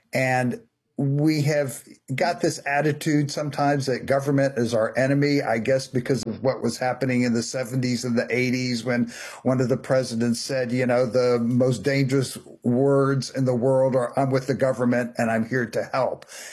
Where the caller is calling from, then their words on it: Netherlands; That's correct. We're speaking from the Netherlands.